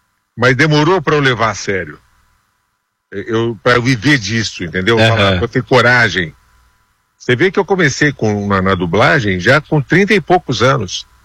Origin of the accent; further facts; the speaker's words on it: Santos, São Paulo, Brazil; now in São Paulo, Brazil; eu nasci em Santos, que para quem não é aqui do estado, Santos é uma cidade que fica a 70 quilômetros de São Paulo. E eu fui nascido e criado lá